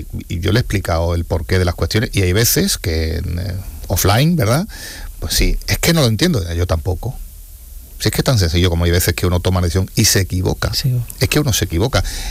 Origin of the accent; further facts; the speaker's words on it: Andalusia, Spain; la Andaluza, que es mi tierra y es mi casa